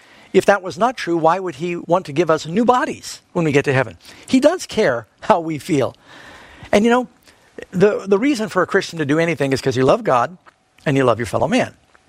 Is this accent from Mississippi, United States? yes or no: no; New York City, New York, United States; born or raised there